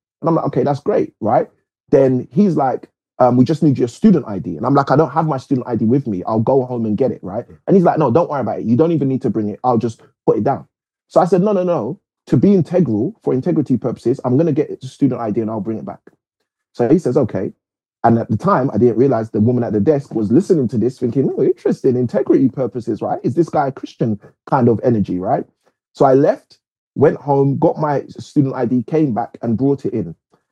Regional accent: United Kingdom; born there; being born British, being in the UK

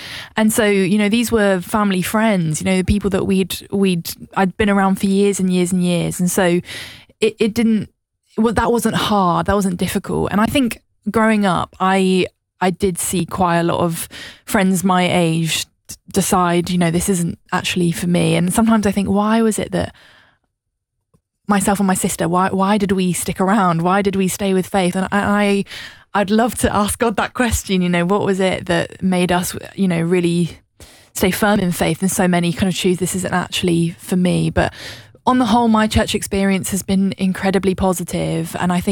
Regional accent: South West England, United Kingdom; So I grew up in West Wiltshire, so in the southwest, and my dad's family … have been in the kind of same area, same kind of village for like 300, 400 years.

